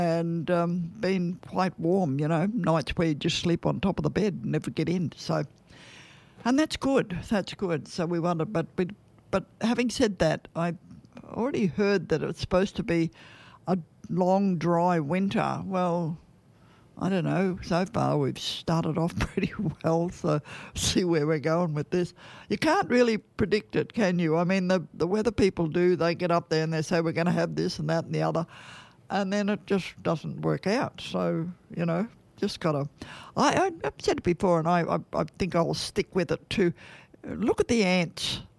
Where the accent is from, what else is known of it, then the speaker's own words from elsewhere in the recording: Queensland, Australia; moved away; I'm a Queenslander.